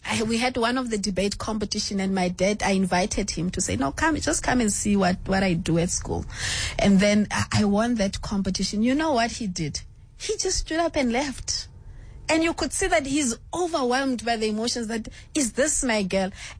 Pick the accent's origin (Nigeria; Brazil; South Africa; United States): South Africa; Kimberley, Northern Cape; also born or lived in Pampierstad; I was born in Pampristad. And then when my mom died, I went to Kimberley. Then I stayed with my dad and my stepmother.